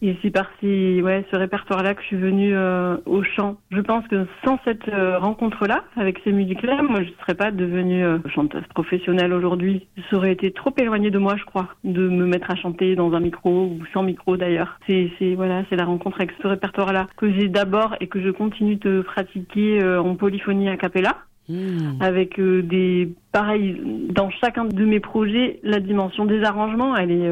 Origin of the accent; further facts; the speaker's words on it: Nouvelle-Aquitaine, France; Parce que moi, comme j'ai grandi au Pays Basque, donc qui n'est pas du tout loin de l'Occitanie.